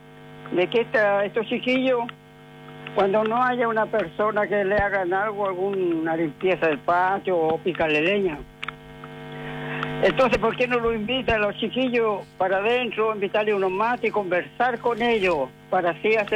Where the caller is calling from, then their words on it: Chile; De acá, de la Clotario.